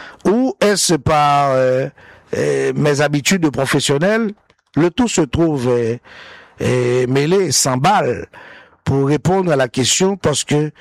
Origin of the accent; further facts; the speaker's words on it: Port-au-Prince, Ouest, Haiti; La vie d'hier quand j'étais à Port-au-Prince, dans ma terre natale.